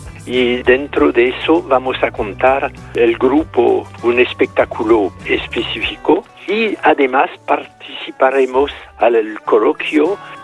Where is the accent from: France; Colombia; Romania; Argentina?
France; Spanish is a second language; yo soy francés, pero mi padre era español.